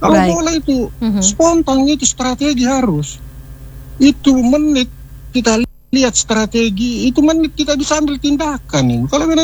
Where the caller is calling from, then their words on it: Parepare, South Sulawesi, Indonesia; Kami selaku orang Parepare yang tentunya tempat home base-nya PSM ya